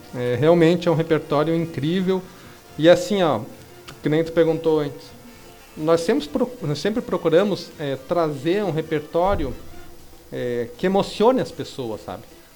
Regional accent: Brazil; E nós, como somos brasileiros

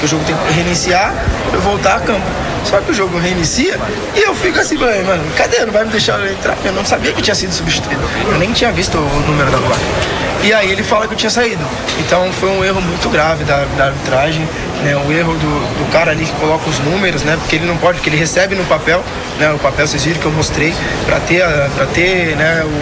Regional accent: Brazil; Cara, eu sou brasileiro como você também é, né?

